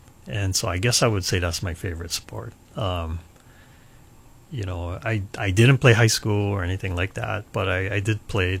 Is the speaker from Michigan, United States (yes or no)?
no; Hilo, Hawaii, United States; when growing up in Hilo